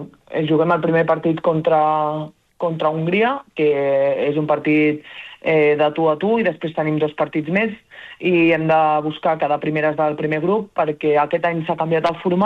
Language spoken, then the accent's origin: Catalan; Terrassa, Catalonia, Spain; jo, com soc de Terrassa, ja ets anar a Barcelona cada dia.